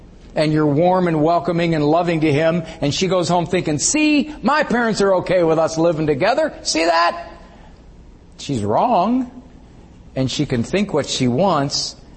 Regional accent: Cleveland, Ohio, United States; Actually, I'm from Cleveland. And so Cleveland sports fans are 90% scar tissue. So we pretty much have to root for the Buckeyes.

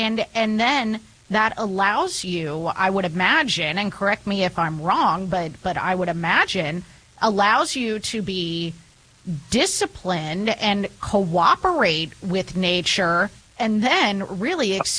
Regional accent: Midwest, United States; I grew up in the Midwest.

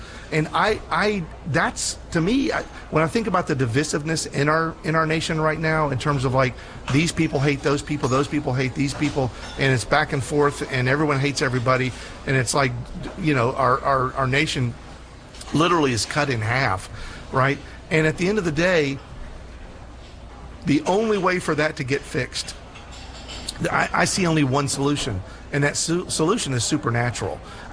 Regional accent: United States; born there

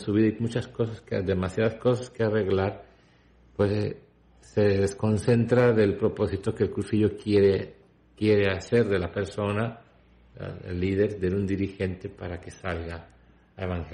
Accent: Puerto Rico; moved away; En mi parroquia allá en Puerto Rico.

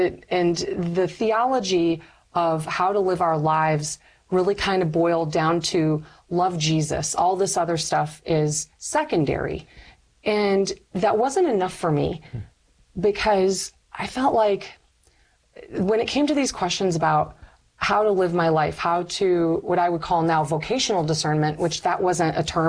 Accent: Michigan, United States; There was also like a Bible study group in my high school, and Northern Michigan University is also in my hometown.

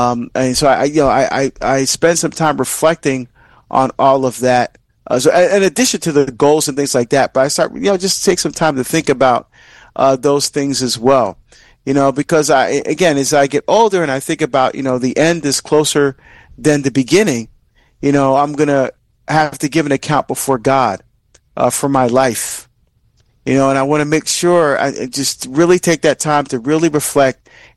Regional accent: Barbados; Please keep us in your prayers as we travel together to my home country of Barbados.

